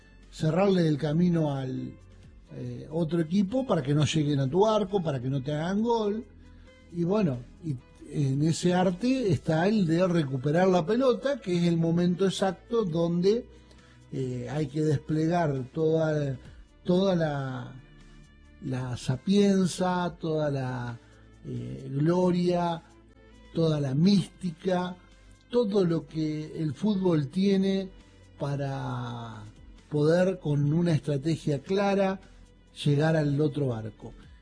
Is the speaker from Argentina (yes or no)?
yes; Argentina; los argentinos estamos demostrando lo que nos distingue a nivel mundial en ese aspecto.